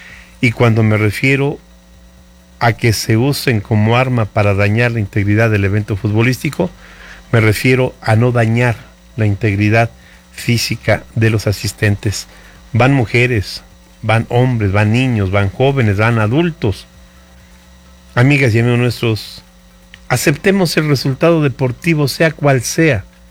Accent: Mexico; merecemos todos como mexicanos

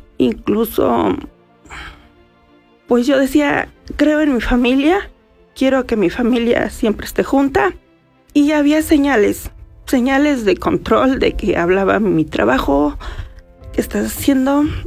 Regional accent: Ixmiquilpan, Hidalgo, Mexico; Yo soy originaria de Ixmiquilpan, un municipio cercano aquí. Me vine a estudiar la preparatoria y después obviamente me quedé aquí a estudiar la carrera.

